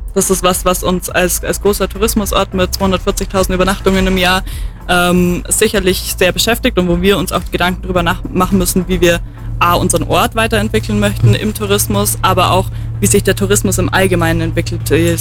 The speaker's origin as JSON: {"language": "German", "town": "Immenstadt", "region": "Bavaria", "country": "Germany", "tie": "born or raised there", "lives_now": "Obermaiselstein, Germany", "said": "Ich bin zwar in Immenstadt geboren, aber in Knottenried aufgewachsen, bei guten 30 Häusern auf 1000 Meter Höhe."}